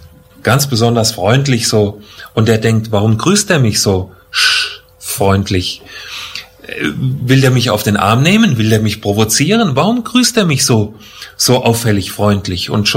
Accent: Germany; Das können wir uns doch gut vorstellen, wir als Deutsche.

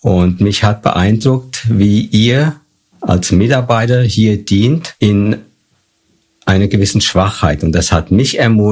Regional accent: Fulda, Hesse, Germany; Ich komme aus Fulda und bin verheiratet mit Dagmar, diene dort in Fulda in einer Gemeinde als Team im Ältestenkreis.

